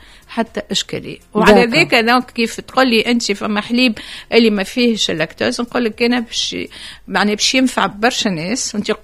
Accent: Tunisia; نحن في تونس

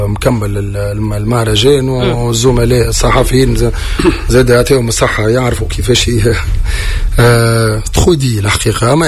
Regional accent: Tunisia; هذه بلادي تونس

